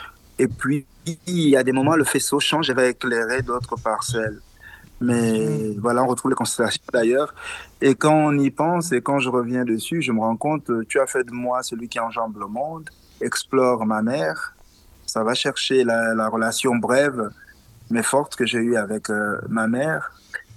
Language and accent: French; Mouila, Ngounié, Gabon; moved away as an adult; also born or lived in Libreville, Gabon; now in France; Quand on sait que je viens du Gabon, quand on sait que je suis né Pounou mais que je parle français, quand on sait que je suis né là-bas mais que je vis ici